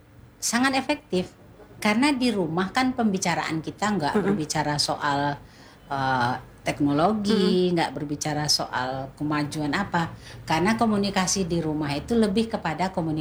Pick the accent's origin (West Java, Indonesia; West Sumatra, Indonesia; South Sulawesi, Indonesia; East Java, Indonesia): West Sumatra, Indonesia; Padang; now in Pekanbaru, Indonesia; walaupun saya aslinya orang Padang, tapi saya tinggalnya di Pekanbaru. Nah, Pekanbaru itu unik. Kalau secara kewilayahan, dia itu kan masuk Provinsi Riau.